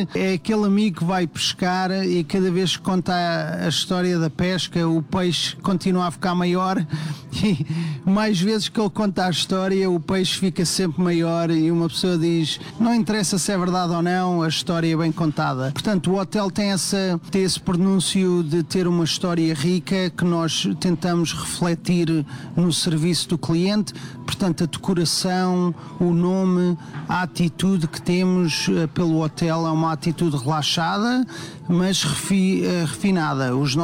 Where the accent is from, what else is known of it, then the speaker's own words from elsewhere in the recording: Portugal; Portanto, eu cresci também em Portugal